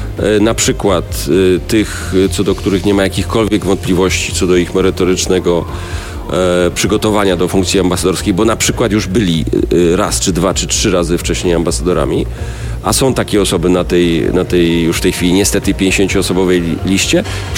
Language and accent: Polish; Greater Poland Voivodeship, Poland; Ja jestem Wielkopolaninem, chociaż on sam jest z Łódzkiego.